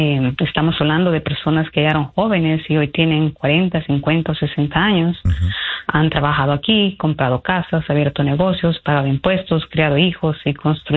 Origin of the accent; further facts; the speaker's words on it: El Salvador; y yo, como salvadoreña, me atrevería a decir que muchos de nuestros compatriotas se han dormido en sus laureles